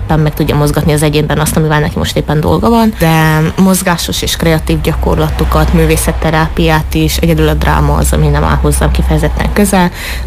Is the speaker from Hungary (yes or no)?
no; Romania; accent: Gyimes dialect; now in Cluj-Napoca, Romania; gyimesi, hogyha hallatszik a tájszólásomon